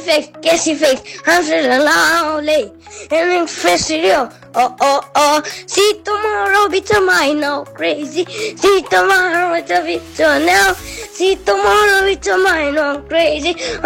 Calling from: Craiova, Dolj, Romania; din Craiova. Am 7 ani.

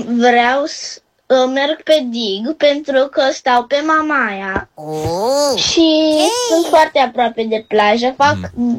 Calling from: Constanța, Constanța County, Romania; bună, din Constanța.

